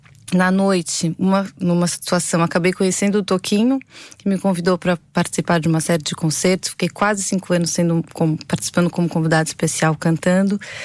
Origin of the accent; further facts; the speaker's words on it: São Paulo, Brazil; Sim, passei a vida inteira em São Paulo, vivendo na capital, aquela cidade maluca.